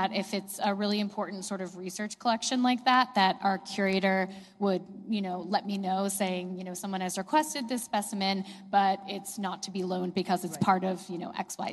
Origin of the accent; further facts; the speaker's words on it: Massachusetts, United States; moved away as an adult; also born or lived in New Jersey; now in Washington, D.C., United States; where I grew up in Massachusetts